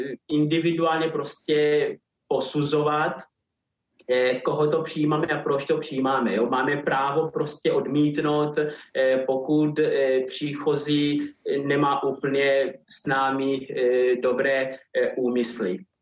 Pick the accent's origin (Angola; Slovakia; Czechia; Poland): Angola; Czech is a second language; moved away as an adult; now in Czech Republic; pořád se cítím zároveň i jako Angolán a Česko beru jako svůj druhý domov.